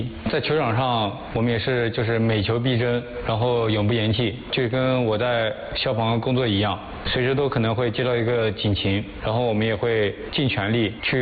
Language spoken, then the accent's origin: Chinese; Qiahe, Jiangsu, China; 我今年25岁，老家是湖南的，但是从小在洽河长大，接触足球是在小学3年级的时候吧。